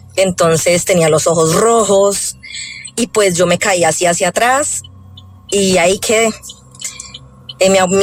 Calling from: Espinal, Tolima, Colombia; Yo soy del Tolima, especialmente Espinal.

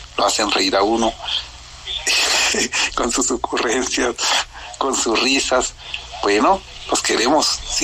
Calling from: Bogotá, Bogotá Capital District, Colombia; les hablo desde Bogotá

